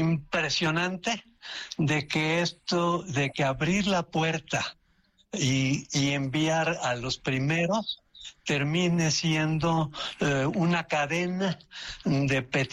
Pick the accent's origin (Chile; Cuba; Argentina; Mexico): Mexico